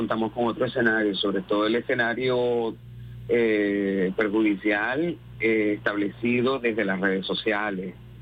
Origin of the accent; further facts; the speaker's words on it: Venezuela; del sentido de pueblo que tenemos como venezolanos y venezolanas